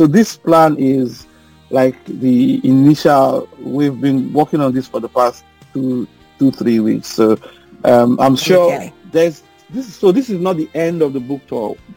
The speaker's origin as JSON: {"language": "English", "region": "Bayelsa", "country": "Nigeria", "also_born_or_lived": "Lagos", "said": "Yes, I'm from Bayelsa, but at that time, River State. But I was"}